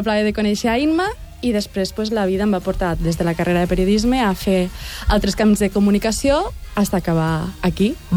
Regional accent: Amposta, Catalonia, Spain; jo sóc d'Amposta.

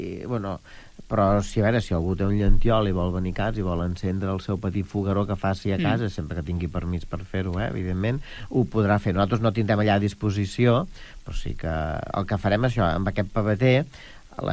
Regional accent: Pineda de Mar, Catalonia, Spain; que em vaig criar a Pineda en els primers anys

